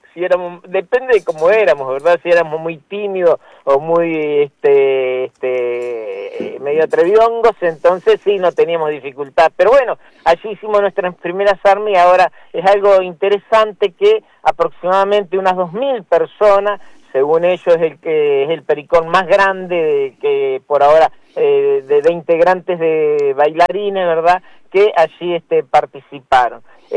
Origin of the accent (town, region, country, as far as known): Uruguay; now in Fray Bentos, Uruguay